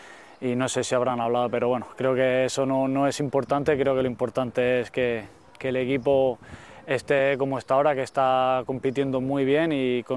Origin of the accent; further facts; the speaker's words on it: Granada, Andalusia, Spain; born there; also born or lived in Ibiza; yo nací en Granada, vuelvo al sitio donde nací, que es mi tierra junto con Ibiza.